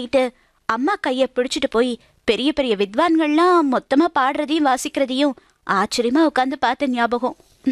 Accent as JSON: {"language": "Tamil", "town": "Thiruvaiyaru", "region": "Tamil Nadu", "country": "India", "tie": "born or raised there", "said": "Thiruvaiyaru sir."}